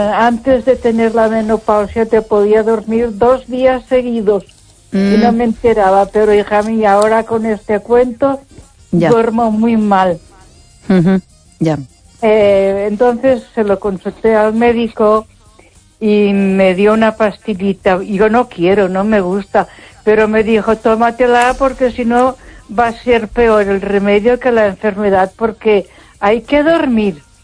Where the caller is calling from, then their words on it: Ponferrada, Castile and León, Spain; de Ponferrada.